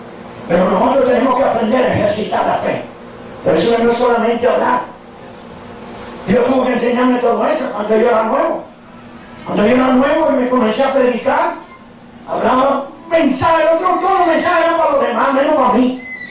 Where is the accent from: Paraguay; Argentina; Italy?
Italy; Bueno, que yo soy italiano, pero yo soy mezclado ahí también.